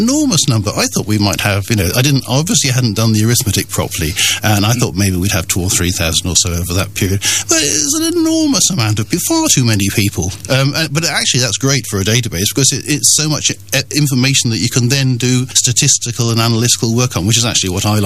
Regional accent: Cheltenham, South West England, United Kingdom; born there; moved away; I was born in Cheltenham. When I came back to Cheltenham about 5 years ago

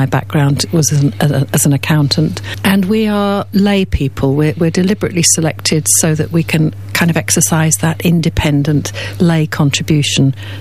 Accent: South East England, United Kingdom; born there; also born or lived in Liverpool; now in Minchinhampton, United Kingdom; My family is from the Northwest. My father's from Liverpool, my mother from St. Helens. I was born in Liverpool in the very early 60s. I didn't spend a great deal of time there because my parents moved to the southeast in the mid-60s.

